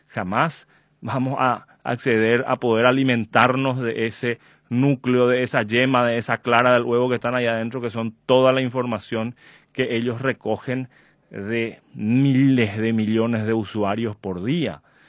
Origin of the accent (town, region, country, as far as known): Paraguay